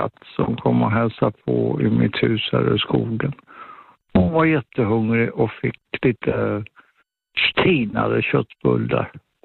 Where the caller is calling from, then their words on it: Valdemarsvik, Östergötland, Sweden; jag kom nu från Valdemarsvikstrakten.